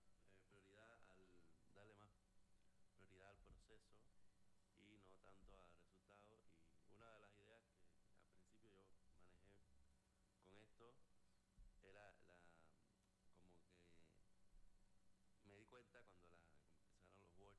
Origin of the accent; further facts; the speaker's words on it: Cuba; now in Buenos Aires, Argentina; Sí, yo me fui de Cuba hace ya como 16 años. Aquí en Argentina llevo 5 años en Buenos Aires.